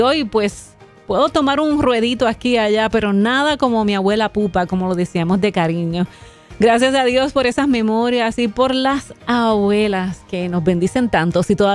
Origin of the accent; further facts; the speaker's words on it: Puerto Rico; Yo soy de Puerto Rico